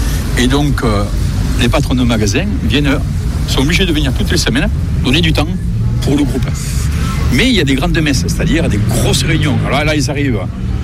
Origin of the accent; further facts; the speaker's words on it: Montauban, Occitanie, France; born there; j'adore ma ville. Je suis né à Montauban.